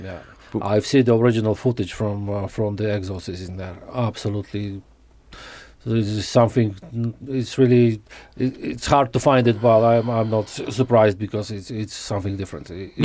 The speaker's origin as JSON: {"language": "English", "town": "Hereford", "region": "West Midlands", "country": "United Kingdom", "said": "I'm from Hereford"}